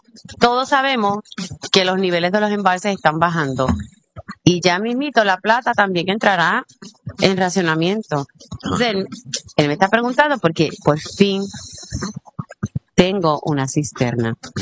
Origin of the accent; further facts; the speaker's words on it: Puerto Rico; Pero así estamos en PR. Pero nada, somos boricua. Nosotros echamos para adelante.